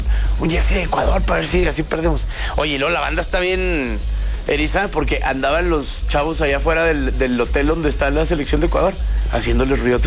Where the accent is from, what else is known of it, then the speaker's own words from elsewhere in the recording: Mexico; No encuentra otra explicación, Gabriel, que hoy somos más mexicanos que Juan Escutia.